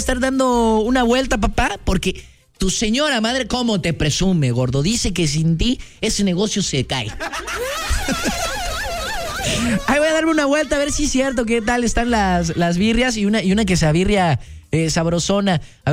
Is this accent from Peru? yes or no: no; Córdoba, Veracruz, Mexico; moved away; yo que soy de allá de Cordobaches